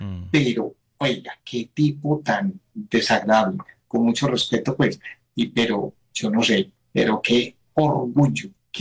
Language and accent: Spanish; Medellín, Antioquia, Colombia; No, en Medallo.